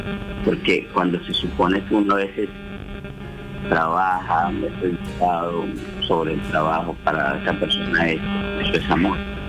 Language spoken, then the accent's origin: Spanish; Santa Marta, Magdalena, Colombia; Yo soy de Santa Marta, pero en una parcela, en una finquita, a unos 20 minutos del casco urbano, ¿no?